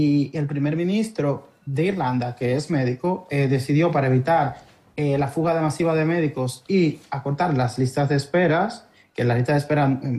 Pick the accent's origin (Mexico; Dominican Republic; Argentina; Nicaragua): Dominican Republic; born there; moved away; also born or lived in Barcelona; Yo nací en República Dominicana